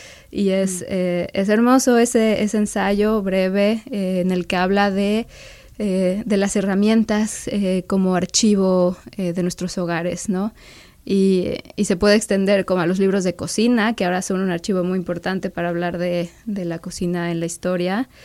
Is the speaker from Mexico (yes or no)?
yes; Cholula, Puebla, Mexico; Yo crecí en Cholula, y y no crecí yendo de niña a una biblioteca.